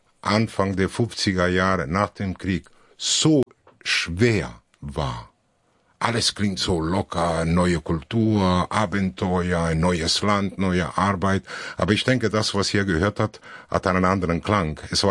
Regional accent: Italy; mich einfach besser in Deutschland und kriege die aus dieser Geschichte auch heraus, obwohl ich mich noch als Italiener fühlen darf.

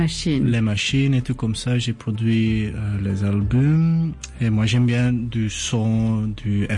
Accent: Ghent, Flanders, Belgium; French is a second language; Moi, je viens de Gand et Brenda aussi.

